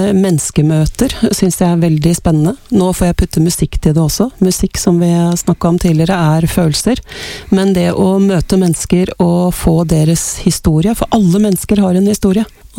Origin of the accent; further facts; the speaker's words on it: Oslo, Norway; now in Toten, Norway; Jeg kommer fra Kjelsås I Oslo.